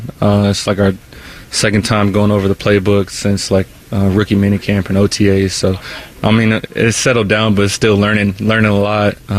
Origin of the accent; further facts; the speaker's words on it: Texas, United States; moved away as an adult; I'm from Texas